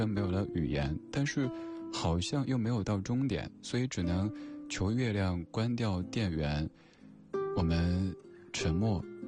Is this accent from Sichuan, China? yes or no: yes; Chengdu, Sichuan, China; 之前我们总是在成都的街头走一走，去我的家乡走一走。作为一个成都人，今年才第一次去重庆